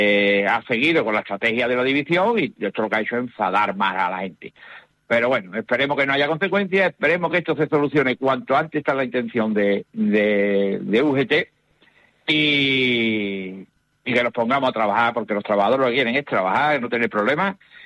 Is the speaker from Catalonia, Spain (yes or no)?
no; Cádiz, Andalusia, Spain